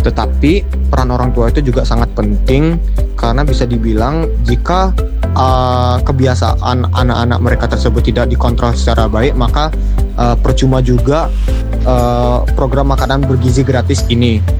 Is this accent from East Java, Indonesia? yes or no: no; Jimbaran, Bali, Indonesia; dan saya dari Jimbaran.